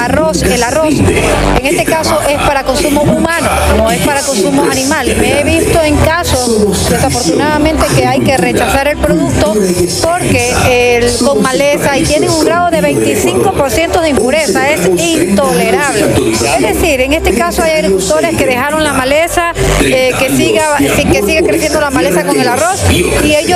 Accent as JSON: {"language": "Spanish", "town": "Mocache", "region": "Los Ríos", "country": "Ecuador", "tie": "born there", "said": "orgullosa de pertenecer a esta tierra Montú"}